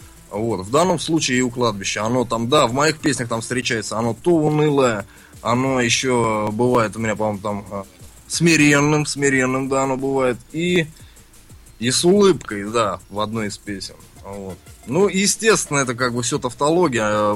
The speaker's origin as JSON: {"language": "Russian", "town": "Krasnogorsk", "region": "Moscow Oblast", "country": "Russia", "tie": "born there", "said": "Сказать, что я из Красногорска, ну, родился, да, наверное."}